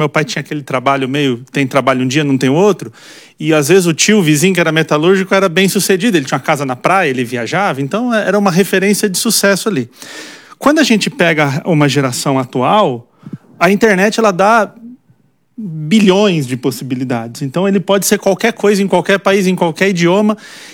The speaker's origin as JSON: {"language": "Portuguese", "town": "Mauá", "region": "São Paulo", "country": "Brazil", "tie": "born or raised there", "said": "Eu sou de Mauá, lá do ABC Paulista, né, que é o berço das metalúrgicas e tudo mais"}